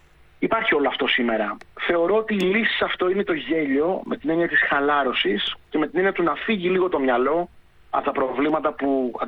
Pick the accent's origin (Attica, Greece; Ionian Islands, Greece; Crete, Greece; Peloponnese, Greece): Ionian Islands, Greece; Kefalonia; Είμαι κεφαλονίτης γιατί